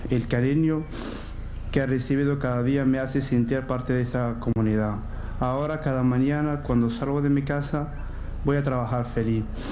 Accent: Morocco; moved away as an adult; now in Spain; soy de Marruecos y tengo 24 años. Llegué a las costas de Canarias en el año 2020, como tanto otros jóvenes.

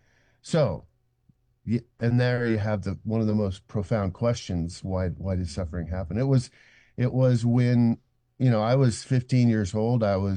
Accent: Eugene, Oregon, United States; born or raised there

